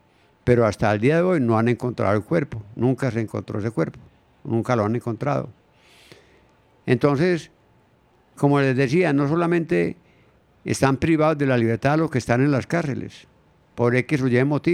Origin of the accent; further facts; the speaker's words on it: Amagá, Antioquia, Colombia; nuestro pueblo y que a muchos nos tocó, los contemporáneos, los que nacimos después del 47 del siglo pasado